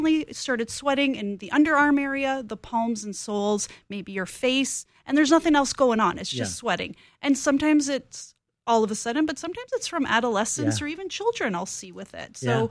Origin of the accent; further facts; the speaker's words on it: Canada; I'm Canadian, right? Obviously.